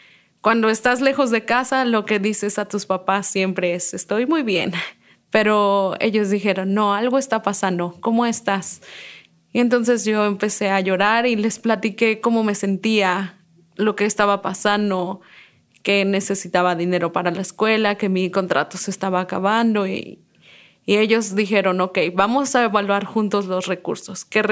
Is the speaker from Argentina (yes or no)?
no; Puebla, Mexico; moved away as an adult; Yo soy de Puebla, México.